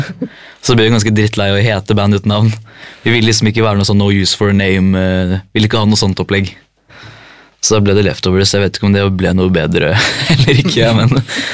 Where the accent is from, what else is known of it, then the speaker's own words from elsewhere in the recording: Halden, Østfold, Norway; vi er fra Halden forresten